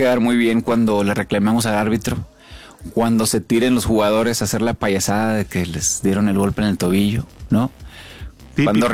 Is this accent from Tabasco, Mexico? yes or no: no; Monterrey, Nuevo León, Mexico; Híjole, pues es Monterrey Centro. Crecí entre las Mitras y luego ya me hice San Petrino.